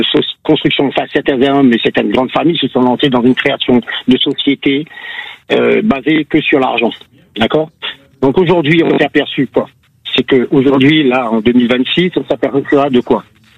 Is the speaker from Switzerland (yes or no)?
no; Réunion, France; now in Canet-en-Roussillon, France; Moi, je viens de la Réunion. Ça fait pas longtemps que je suis ici. Je suis sur Canet en Roussillon.